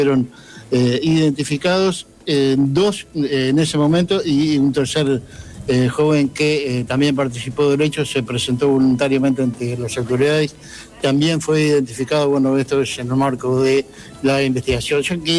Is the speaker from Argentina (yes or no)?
yes; Argentina; la violencia la hemos vivido mucho aquí en nuestro país